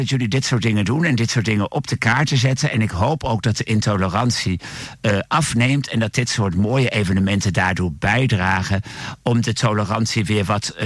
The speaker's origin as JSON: {"language": "Dutch", "town": "Deventer", "region": "Overijssel", "country": "Netherlands", "said": "En ik kom zelf uit Deventer."}